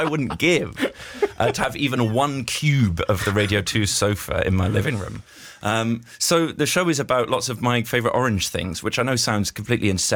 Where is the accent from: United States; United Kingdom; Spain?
United Kingdom; Swindon, South West England; my hometown of Swindon